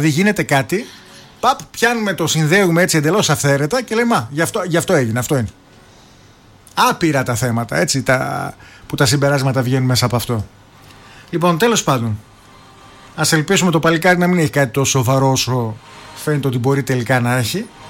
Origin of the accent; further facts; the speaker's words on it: Greece; Ως Έλληνες είμαστε αρκετά, έτσι, αρκετά ψηλά σε αυτά.